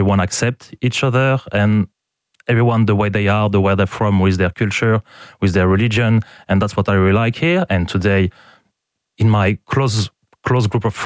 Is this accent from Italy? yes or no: no; Lyon, Auvergne-Rhône-Alpes, France; moved away as an adult; now in Brisbane, Australia; I come from Lyon